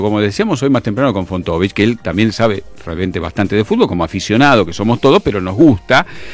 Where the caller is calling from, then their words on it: San Justo, Buenos Aires Province, Argentina; de San Justo, La Matanza